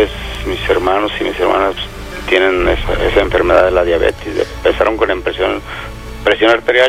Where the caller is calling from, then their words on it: Guadalajara, Jalisco, Mexico; De aquí de Guadalajara, Jalisco.